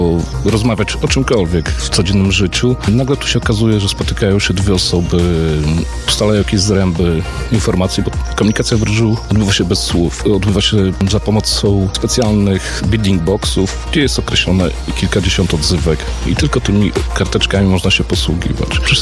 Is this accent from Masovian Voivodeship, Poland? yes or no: no; Włodawa, Lublin Voivodeship, Poland; Ja sam pochodzę z Włodawy.